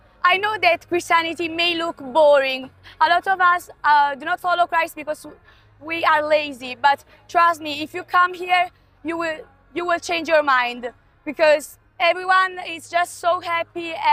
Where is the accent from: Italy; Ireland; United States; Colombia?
Italy; English is a second language; I come from Italy.